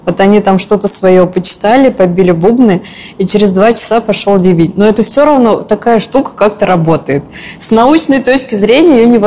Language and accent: Russian; Chuvashia, Russia; moved away; Точно помню в детстве, как мы в Чувашии, была засуха.